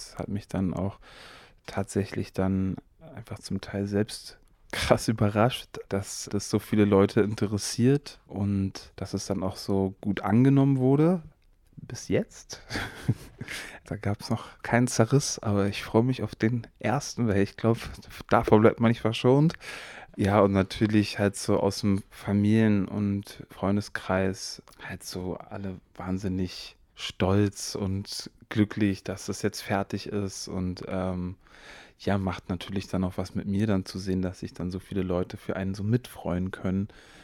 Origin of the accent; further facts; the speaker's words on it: Eberswalde, Brandenburg, Germany; Ich musste nur auf meine eigene Heimatstadt Eberswalde oder auf meinen Geburtsort Eberswalde schauen